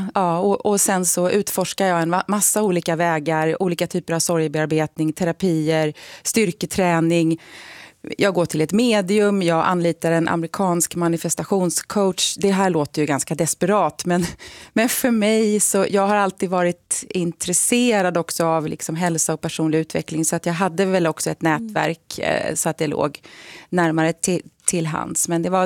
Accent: Lerum, Västra Götaland County, Sweden; men jag har sett bilder av en vit villa i Lerum där jag växte upp mina första två år i en stor familj. Så att jag är ju född 1969

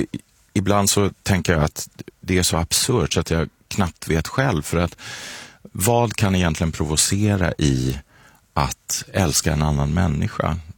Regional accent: Kalmar, Kalmar County, Sweden; born or raised there

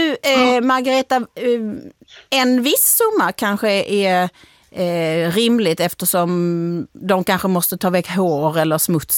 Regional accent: Malmö, Skåne, Sweden; Jag kommer dock från Malmö, och när jag kollade skyddsrummen där jag bodde för 30 år sedan så kan jag konstatera att inget av dem tillåter husdjur.

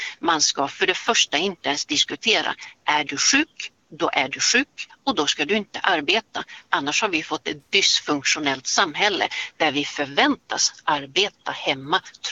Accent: Norrland, Sweden; Centerpartiet, jag är ju uppvuxen uppe i Norrland. Centerpartiet var stort back in the days uppe i Norrland.

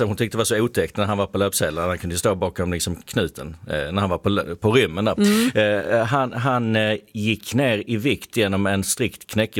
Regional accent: Skåne, Sweden; Jag kommer från Skåne, så det är egentligen inte knäckeland så

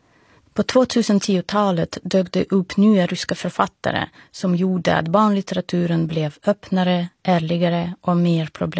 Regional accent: Moscow, Russia; Swedish is a second language; moved away as an adult; now in Sweden; Jag är uppvuxen i Moskva och visste inte så mycket om norra Europa.

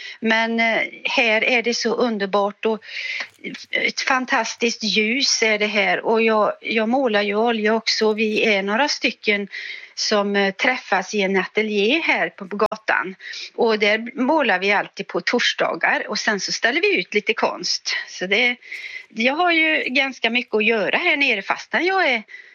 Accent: Uddevalla, Västra Götaland County, Sweden; born there; now in Öland, Sweden; Ja, jag är egentligen född i Uddevalla. Men så träffade jag ju en man från Småland. Och han hade börjat bygga här nere på Öland.

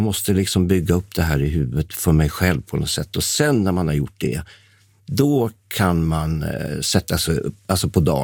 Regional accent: Täby, Stockholm County, Sweden; also born or lived in Upplands Väsby; Och vi flyttade vår familj från Upplands Väsby där jag trivdes till Täby när jag var 8 år. Och där vantrivdes jag och jag blev mobbad första rasten och slagen och sådär.

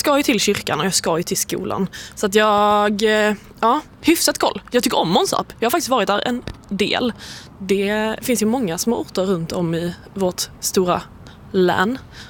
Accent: Landskrona, Skåne, Sweden; accent: Scanian

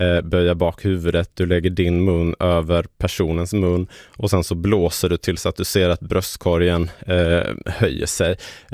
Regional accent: Sölvesborg, Blekinge, Sweden; Jag blev inbjuden till en festival hemma i Sölvesborg för någon vecka sedan

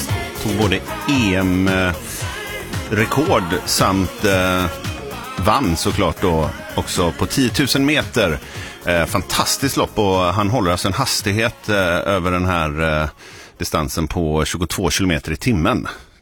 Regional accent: Gothenburg, Västra Götaland County, Sweden; Jag kommer från Göteborg

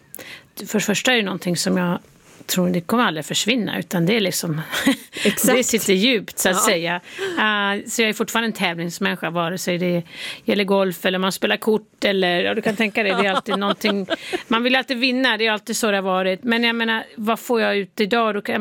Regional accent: Sweden; now in United States; Ja, jag är fortfarande svensk medborgare. Det måste jag tala om. Barnen är ju svensk medborgare också, så försöker jag hålla den kontakten.

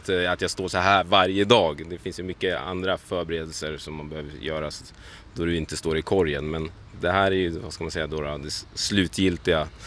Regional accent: Uppsala, Uppsala County, Sweden; jag är född här i Uppsala. Så det här var liksom platsen där jag sprang jättemycket med mormor när jag var liten. Sent 80-tal, tidigt 90-tal.

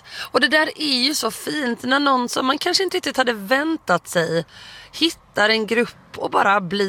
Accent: Blekinge, Sweden; moved away as an adult; now in Skåne, Sweden; när det sen var dags för mig att flytta hemifrån, ja, då kände jag att jag skulle ta mig lite söderut från Blekinge där jag växte upp

